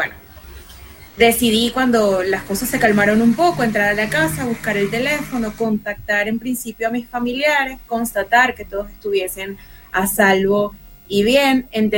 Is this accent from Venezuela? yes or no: yes; Venezuela; una vez más, como venezolana, el corazón se me volvió mil pedazos.